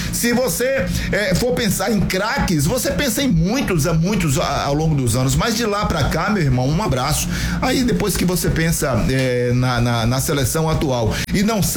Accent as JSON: {"language": "Portuguese", "region": "Northeast Region", "country": "Brazil", "said": "nós somos aqui do Nordeste"}